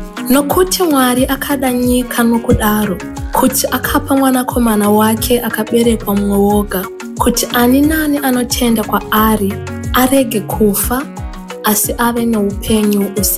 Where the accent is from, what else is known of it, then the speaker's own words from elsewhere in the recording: Zimbabwe; first language Shona; Russian is a second language; Я из Зимбабве, из народа шона.